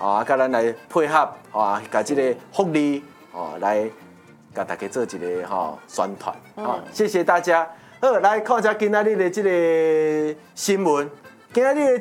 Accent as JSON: {"language": "Chinese", "country": "Taiwan", "said": "伊会认为讲吼，咱台湾的农民啊，种这食客啊，才辛苦，你哪会讲会当讲咱台湾人唔食？"}